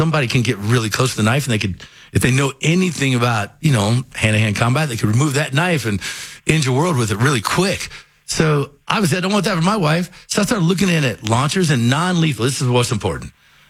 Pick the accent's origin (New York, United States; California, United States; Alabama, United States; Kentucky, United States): Kentucky, United States; now in Denver, United States; I grew up in Kentucky. I was always raised around guns.